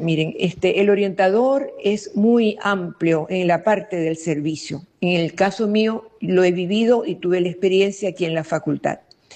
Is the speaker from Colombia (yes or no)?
no; Venezuela; como todo venezolano nos ha pasado